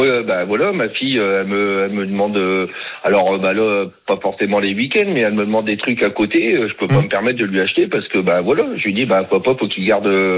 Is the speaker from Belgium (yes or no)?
no; France; Parce que moi, je suis un Français et je préfère payer mes factures et pas partir en week-end, quoi.